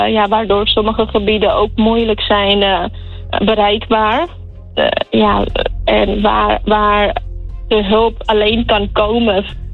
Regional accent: Nepal; now in Rotterdam, Netherlands; Wij staan nu 6-7 jaar in Kralingen. En mensen weten dat we uit Nepal komen.

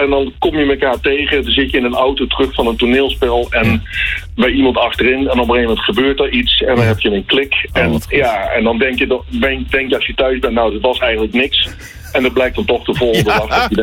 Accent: Limburg, Netherlands; Nou ja, kijk, ik kom zelf uit Limburg, dus ligt dicht bij Horst Amerika.

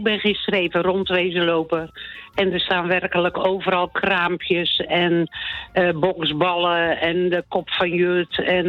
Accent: Oudkerk, Friesland, Netherlands; wij komen natuurlijk zelf van Oudkerk.

